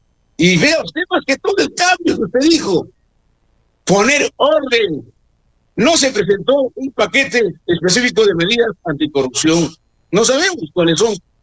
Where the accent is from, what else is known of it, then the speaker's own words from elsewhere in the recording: Arequipa, Peru; ¿Para qué somos los arequipeños